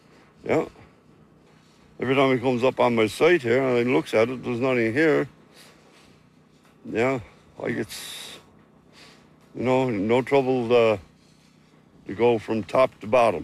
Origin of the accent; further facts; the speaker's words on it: Salmon Cove, Newfoundland and Labrador, Canada; I'm from Peary's Cove from Salmon Cove. Right. And I bought this house down here, I think it was in 91, 92 or something.